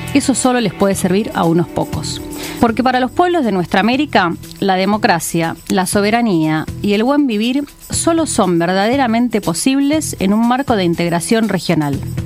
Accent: Argentina; siendo argentinas y argentinos, estos hechos nos afectan directamente, porque como pueblos latinoamericanos, nuestro pasado, nuestro presente y nuestro futuro están profundamente ligados.

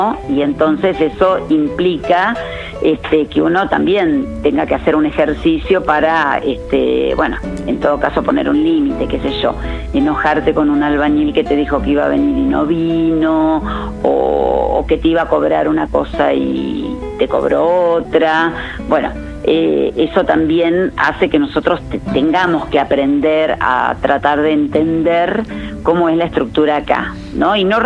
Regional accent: Buenos Aires, Argentina; moved away as an adult; now in Cachi, Argentina; siempre te sale alguna cosita de la porteñitud

